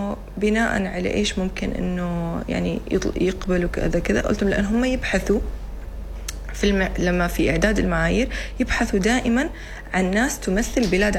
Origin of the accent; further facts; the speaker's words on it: Oman; انا كنت من عمان